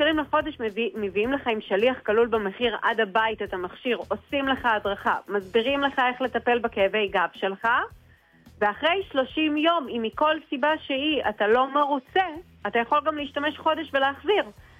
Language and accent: Hebrew; Haifa, Haifa District, Israel; וגם אני חיפאית